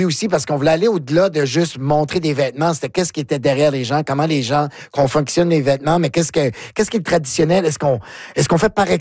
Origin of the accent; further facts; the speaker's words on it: New Brunswick, Canada; Mais moi, je viens du Nouveau-Brunswick, puis je me demandais tout le temps, je suis où, moi, là-dedans?